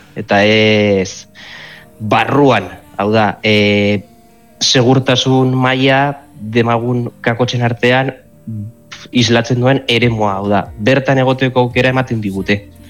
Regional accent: Vitoria-Gasteiz, Basque Country, Spain; also born or lived in San Sebastián; ze ni Donostiarraz jaiotzez, eta 2001 Gasteizera jo nintzen.

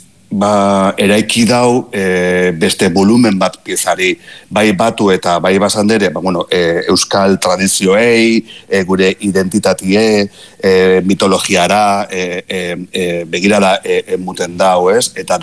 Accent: Basque Country, Spain; Euskalduna gara, Euskal Herria maite dugu, eta gure maitasuna hori dator gure begiradatik.

